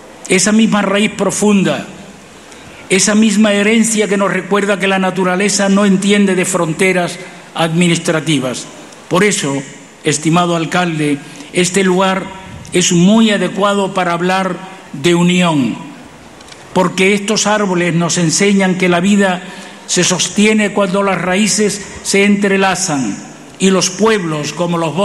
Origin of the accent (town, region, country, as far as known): Canary Islands, Spain